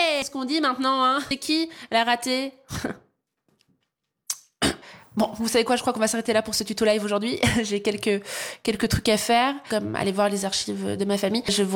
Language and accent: French; Valais, Switzerland; Ouais, je suis valaisanne. Mais c'est pas de ma faute s'il y avait pas beaucoup de mobilité à l'époque.